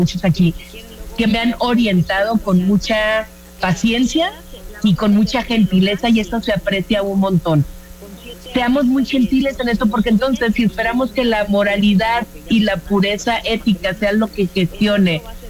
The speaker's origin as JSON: {"language": "Spanish", "town": "Culiacán", "region": "Sinaloa", "country": "Mexico", "said": "Yo soy de Culiacán, pero nosotros decimos frontera completa. Frontera con Sonora y Sonora frontera con Phoenix, frontera nosotros."}